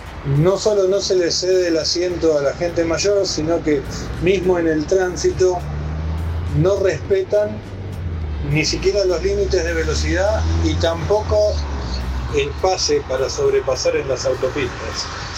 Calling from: Castelar, Buenos Aires Province, Argentina; de Castelar.

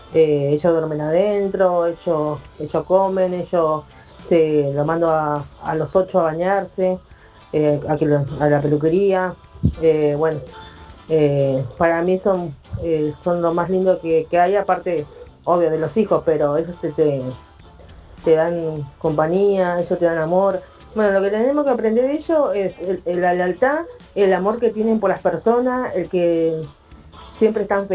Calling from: Guernica, Buenos Aires Province, Argentina; de Guernica.

